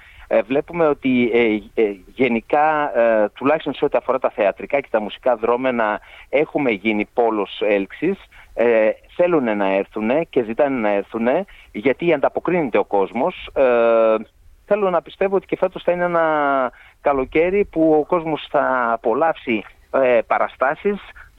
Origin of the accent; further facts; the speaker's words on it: Trikala, Thessaly, Greece; Όχι ως Τρικαλινοί μόνο, αλλά ως Έλληνες γενικά.